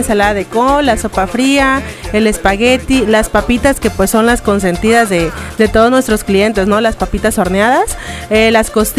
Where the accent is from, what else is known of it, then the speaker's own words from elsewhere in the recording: Chiapas, Mexico; pues como buen chiapaneco, ¿no?, nos gusta comer chile